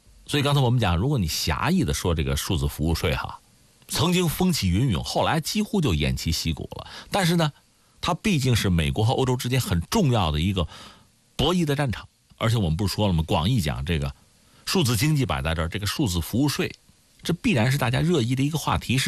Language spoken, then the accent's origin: Chinese; China; 从我们中国人那个角度来讲